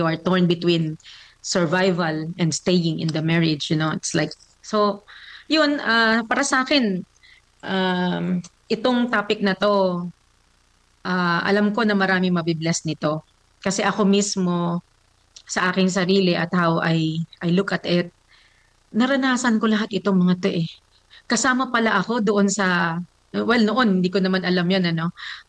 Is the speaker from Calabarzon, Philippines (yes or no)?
no; Daet, Bicol Region, Philippines; Daet, Ma'am.